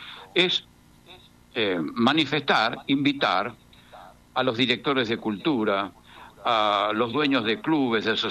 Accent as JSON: {"language": "Spanish", "country": "Argentina"}